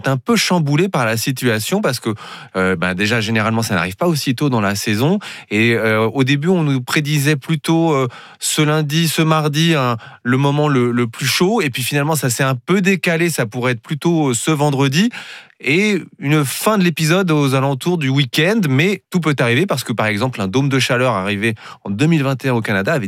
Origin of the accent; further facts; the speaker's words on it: Brittany, France; Moi, je suis breton, par exemple. Eh ben, on n'a pas toujours l'habitude.